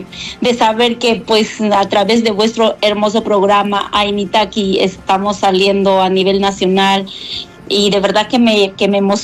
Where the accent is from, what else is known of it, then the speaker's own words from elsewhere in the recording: Apurímac, Peru; moved away as an adult; now in New Jersey, United States; un saludo muy muy cariñoso hasta mi tierra desde New Jersey, a esa hermosa tierra de Apurímac.